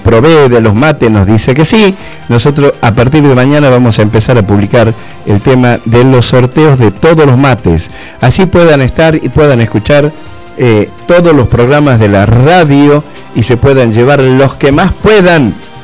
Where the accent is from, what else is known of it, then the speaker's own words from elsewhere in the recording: Tucumán, Argentina; somos tucumanos